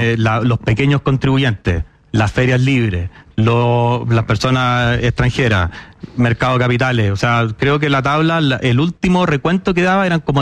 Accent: Chile

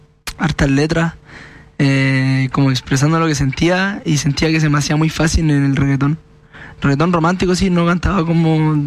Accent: San Bernardo, Santiago Metropolitan Region, Chile; O sea, vivo ahora en una parte. O sea, ¿sabían que era de San Bernardo?

